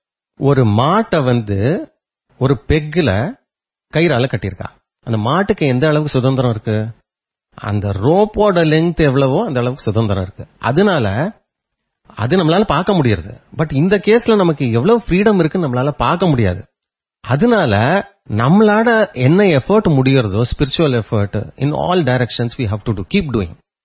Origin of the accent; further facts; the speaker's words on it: Chennai, Tamil Nadu, India; born or raised there; also born or lived in Madurai / Salem